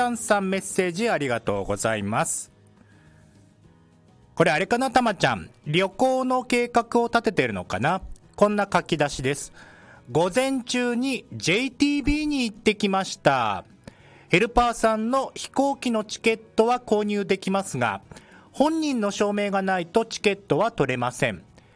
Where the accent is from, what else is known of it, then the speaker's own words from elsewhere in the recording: Biei, Hokkaido, Japan; moved away; 地元北海道は美瑛町に去年はね泊まりがけで行って結構楽しかったので、